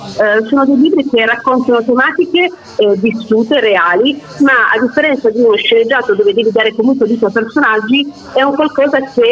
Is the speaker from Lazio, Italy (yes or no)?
no; Sicily, Italy; chi meglio di una siciliana può raccontare la nostra terra